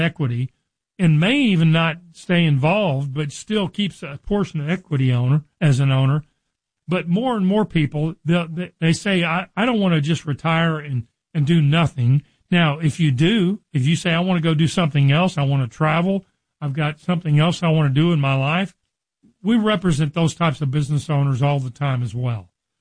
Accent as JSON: {"language": "English", "town": "Richardson", "region": "Texas", "country": "United States", "tie": "born or raised there", "said": "I grew up in Richardson, which is a suburb of Dallas. I know the North Texas market"}